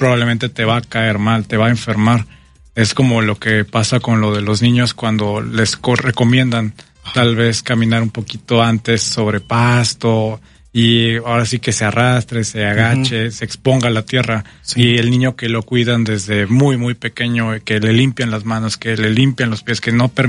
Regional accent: Mexico; sabemos como mexicanos

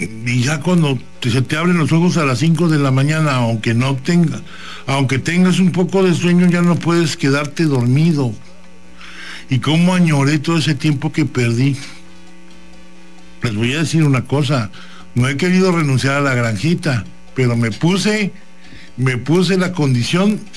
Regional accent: Mexico; Somos gente, el mexicano es gente

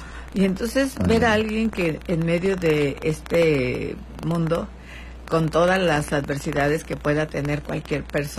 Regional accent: Chilpancingo, Guerrero, Mexico; moved away; Ayer estuve en un evento fenomenal en Chilpancingo, mi pueblo natal.

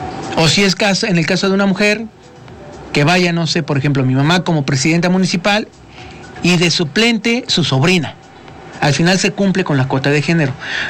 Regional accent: Mexico; somos mexicanos y nos gusta.

